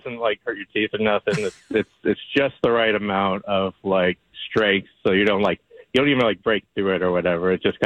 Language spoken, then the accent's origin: English; Arlington, United States; I'm from Arlington.